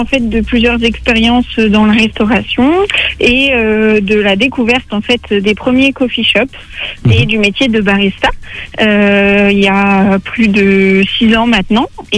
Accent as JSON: {"language": "French", "region": "Auvergne-Rhône-Alpes", "country": "France", "moved": "as an adult", "lives_now": "Saint-Jean-de-Monts, France", "said": "je viens de la région Rhône-Alpes et j'ai décidé de changer de vie l'année dernière et de troquer les montagnes pour l'océan et d'ouvrir du coup de coffee shop à Saint-Jean-de-Mont"}